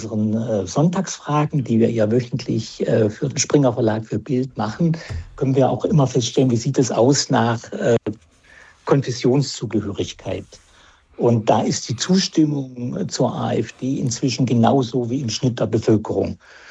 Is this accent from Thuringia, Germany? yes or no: yes; Thuringia, Germany; Ich komme ja aus Thüringen